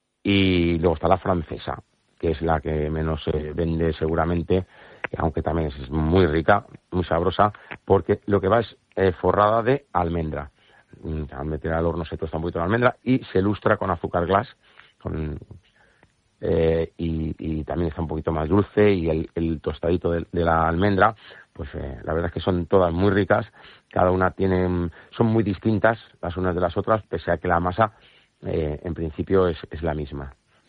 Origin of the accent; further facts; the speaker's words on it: Madrid, Community of Madrid, Spain; Yo me considero muy madrileño